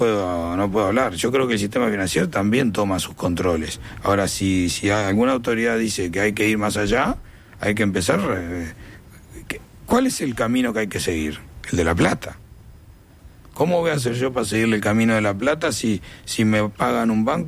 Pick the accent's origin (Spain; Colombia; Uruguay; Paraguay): Uruguay; Como empresario uruguayo te digo eso.